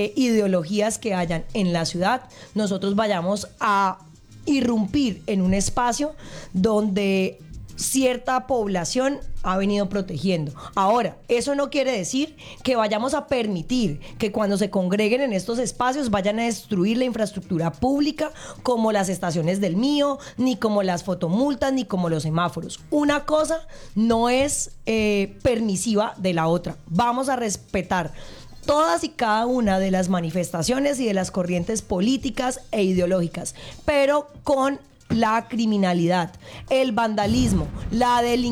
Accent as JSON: {"language": "Spanish", "town": "Cali", "region": "Valle del Cauca", "country": "Colombia", "said": "hicimos como caleños un esfuerzo financiero bastante alto"}